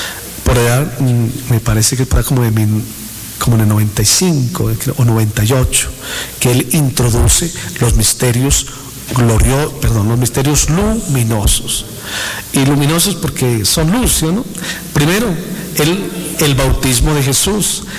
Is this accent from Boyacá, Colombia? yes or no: yes; Boyacá, Colombia; nosotros también como pueblo cocaitense, o pueblo boyacense, o como colombianos, y además como buenos latinoamericanos